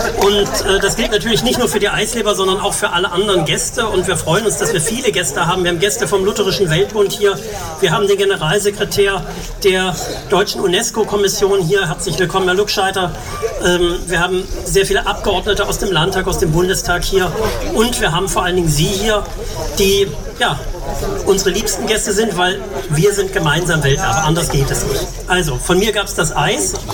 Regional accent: Worbis, Thuringia, Germany; born there; Der Landrat hat es gerade gesagt, aus Neunspringe, aus der Brauerei Neunspringe in Worbes ist mein Geburtsort.

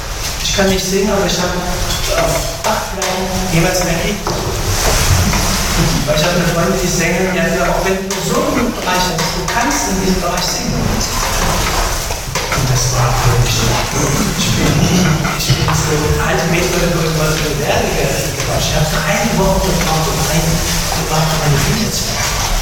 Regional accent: Halle, Saxony-Anhalt, Germany; Vielleicht wissen Sie es, meine Eltern waren Iraner. Ich bin hier groß geworden, übrigens von 0 bis 7 bin ich in Halle groß geworden. Ich bin in der ersten Klasse in Halle gewesen.

